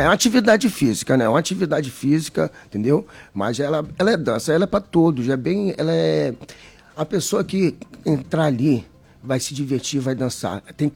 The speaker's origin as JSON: {"language": "Portuguese", "town": "São Vicente", "region": "São Paulo", "country": "Brazil", "also_born_or_lived": "Saquarema", "moved": "as an adult", "lives_now": "Araruama, Brazil", "said": "Eu sou de São Vicente, São Paulo."}